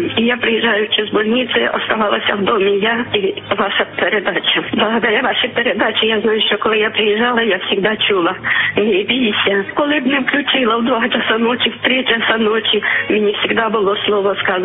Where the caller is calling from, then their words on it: Zaporizhzhia, Zaporizhzhia Oblast, Ukraine; я з Запоріжжя.